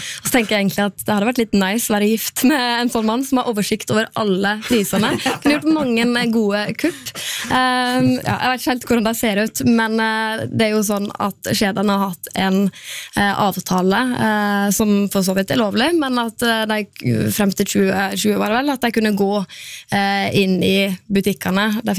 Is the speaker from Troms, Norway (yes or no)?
no; Gloppen, Vestland, Norway; Ja, jeg møtte han en gang, jeg vet ikke hvor gammel det var da, 5, 6, 7 år, da han besøkte heimkommunen min.